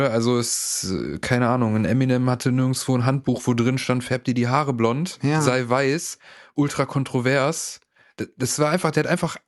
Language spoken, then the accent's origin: German; North Rhine-Westphalia, Germany; now in Cologne, Germany; Oder man könnte sagen Ruhrpott. So, ja, NRW, alles so die Richtung Duisburg.